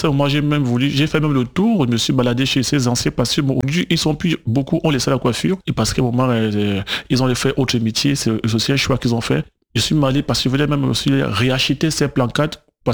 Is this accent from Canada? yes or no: no; Port-Gentil, Ogooué-Maritime, Gabon; je suis né à Port-Gentil, mais de parents camerounais.